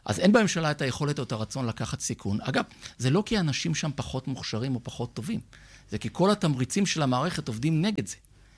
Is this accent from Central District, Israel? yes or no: no; Holon, Tel Aviv District, Israel; born there; ואם גדלת בחולון, אז אתה יודע שבאמת אולם הפחים היה אחד ממרכזי העיר. ובאמת החיים שלנו התנהלו, אני יכול להגיד, כבני נוער שם.